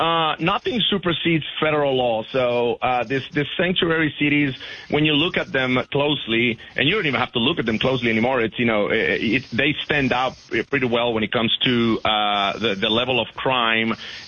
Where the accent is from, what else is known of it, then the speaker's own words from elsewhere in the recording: Georgia, United States; I grew up in Georgia, you know, 30 years ago, I was growing up in Georgia